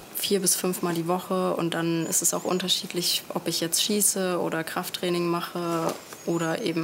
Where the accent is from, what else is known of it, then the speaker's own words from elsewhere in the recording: Waldgirmes, Hesse, Germany; Also ich komme ursprünglich aus Waldgürmis